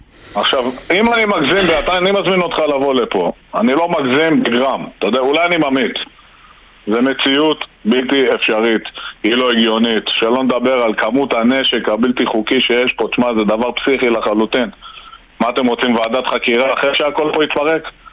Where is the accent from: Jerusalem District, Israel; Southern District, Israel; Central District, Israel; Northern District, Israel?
Northern District, Israel; Metula; אני גדלתי במטולה כל החיים שלי.